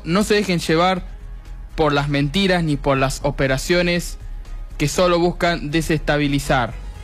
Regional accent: Argentina; Somos argentinos, competimos con garra, con pasión y con el corazón.

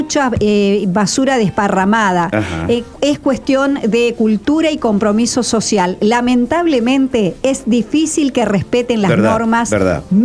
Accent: San Justo, Argentina; also born or lived in Mendoza; Ahora de vuelta a mi pueblo, San Justo.

